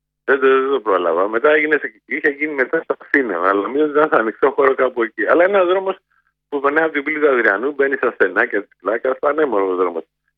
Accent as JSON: {"language": "Greek", "town": "Kokkinia", "region": "Attica", "country": "Greece", "tie": "born there", "said": "Εγώ γεννήθηκα στην Κοκκινιά, από εργάτε."}